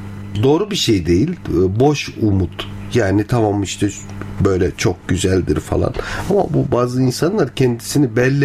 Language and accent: Turkish; Samsun, Turkey; born there; 1979 yılında Samsun'da doğdum.